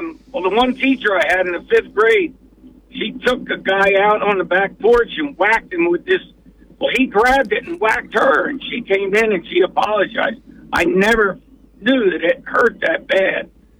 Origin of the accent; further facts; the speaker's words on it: United States; born there; also born or lived in Louisiana; I grew up in South Carolina and Louisiana